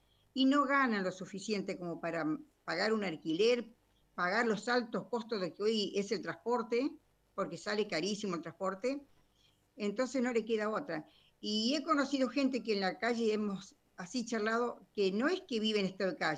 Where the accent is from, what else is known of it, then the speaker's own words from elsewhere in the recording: Merlo, Buenos Aires Province, Argentina; yo soy de Mariana Costa Merlo